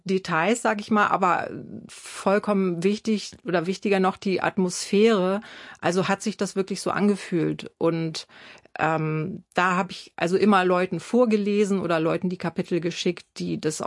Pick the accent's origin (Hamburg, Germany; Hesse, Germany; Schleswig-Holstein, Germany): Schleswig-Holstein, Germany; Pinneberg; ich komme ja aus Pinneberg, Schleswig-Holstein. Das war jetzt nicht so die Kernzelle des Punk